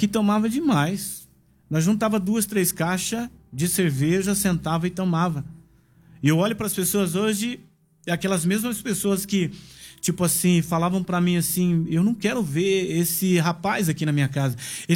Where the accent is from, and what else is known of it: Brazil